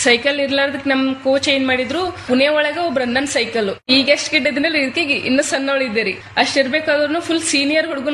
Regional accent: Karnataka, India; ನಮ್ಮ ಊರ್ ನಿಯರ್ ಜಮಖಂಡಿ ಅಂತ ಹೇಳಿ ನಮ್ ತಾಲೂಕ್ ರೀ

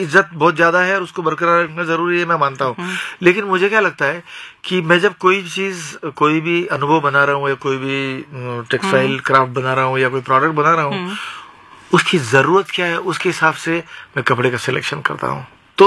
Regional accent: Maharashtra, India; मैं खास करके महाराष्ट्र में बड़ा हुआ पला हुआ, तो वहां पर मुझे अभंग में काफी रुचि रही है।

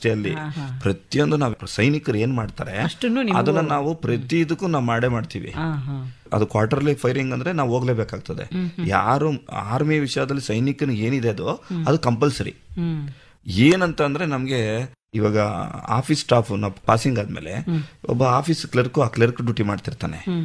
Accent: Karnataka, India; ಮೊಟ್ಟ ಮೊದಲಿಗ ಕನ್ನಡಿಗ ಅಂತ ಹೇಳ್ಬೋದು.

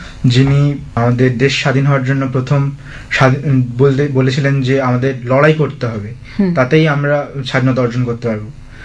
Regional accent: Kakdwip, West Bengal, India; বেশিরভাগ সময় আমাদের গ্রামে পুজো হতো কিংবা কাকদ্বীপে পুজো ঘুরতাম

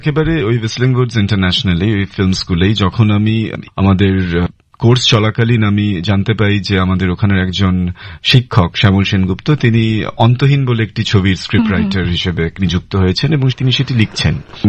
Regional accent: Durgapur, West Bengal, India; born or raised there

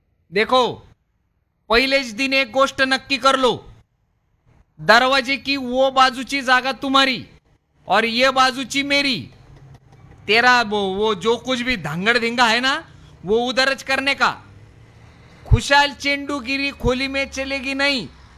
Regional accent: Satara, Maharashtra, India; अरे मी साताऱ्याचाच आहे रे बाबा

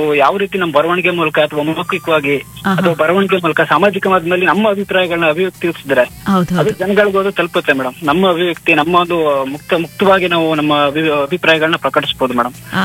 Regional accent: Mukkadahalli, Karnataka, India; moved away as an adult; now in Mysuru, India; Madam ನಮ್ದು ಚಾಮರಾಜನಗರ ಮೂಲತಃ, ಅಲ್ಲಿ ಮುಕ್ಕಡಹಳ್ಳಿ ಅಂತ ನಮ್ಮ ಊರು.

